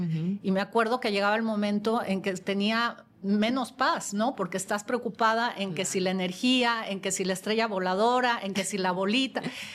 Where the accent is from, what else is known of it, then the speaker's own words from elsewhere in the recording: Mexico; porque como buena mexicana teníamos nuestra Virgen de Guadalupe en nuestra casa